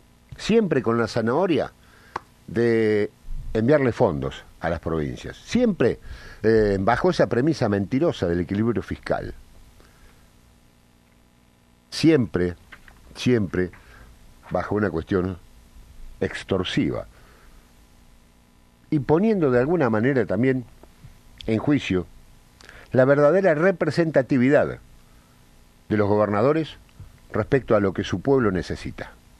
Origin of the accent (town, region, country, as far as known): Argentina